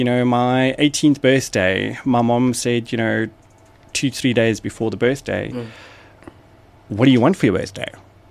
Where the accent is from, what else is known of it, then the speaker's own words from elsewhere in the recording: Durban, KwaZulu-Natal, South Africa; So I was actually born and raised in KZN in Durban.